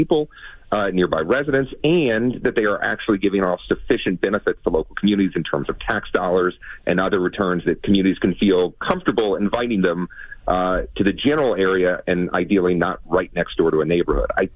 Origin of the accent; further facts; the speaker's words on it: Virginia, United States; outside of Virginia, my hometown, our home state, not built a lot of data centers